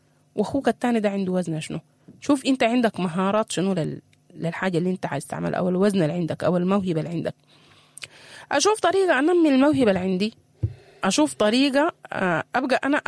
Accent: Sudan; فده اللي بيحصل دائما في بلدنا السودان، وده اللي بتوصلنا له

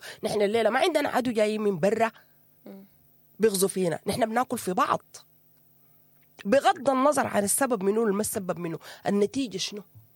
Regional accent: Shendi, River Nile, Sudan; أنا من منطقة الشندي

